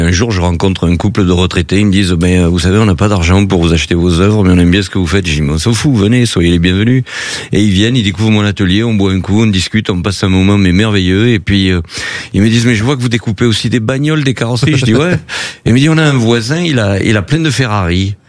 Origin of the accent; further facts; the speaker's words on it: Portugal; Comme je suis portugais, il fallait jouer au foot, mais j'ai toujours été très nul.